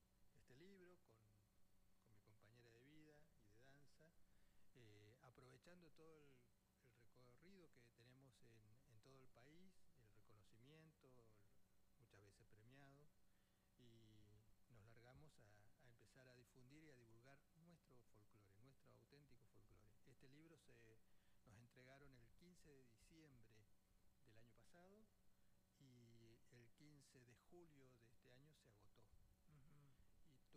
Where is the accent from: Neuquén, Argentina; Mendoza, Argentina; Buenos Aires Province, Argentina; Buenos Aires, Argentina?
Neuquén, Argentina; Chos Malal; also born or lived in Buta Ranquil; nací en Butarranquil y me crié en Chosmalal, obviamente que uno lo trae de cuna